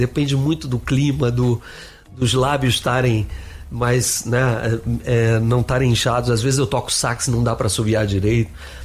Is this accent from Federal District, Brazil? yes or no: yes; Brasília, Federal District, Brazil; moved away as an adult; also born or lived in Rio de Janeiro; Fui, meu pai foi transferido para lá na época, nós somos cariocas e eu acabei crescendo lá. Eu fui com 3 anos de idade para Brasília. Então, e saí de lá com 21, para voltar para as origens, para o Rio ali.